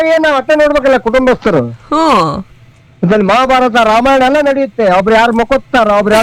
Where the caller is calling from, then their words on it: Karnataka, India; ನಮ್ಮ ಊರಿಂದ ನಮ್ಮ ಬಿಜಾಪುರಕ್ಕೆ ಹೋಗ್ಬೇಕಾದ್ರೆ ನಮಗೆ 20 ಕಿಲೋಮೀಟರ್ ಮೇಡಮ್.